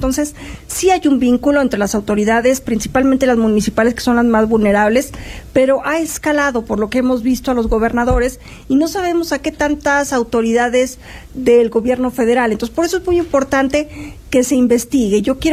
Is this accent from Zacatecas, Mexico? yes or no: yes; Zacatecas, Mexico; yo recorro mi tierra, Zacatecas, desde hace muchos años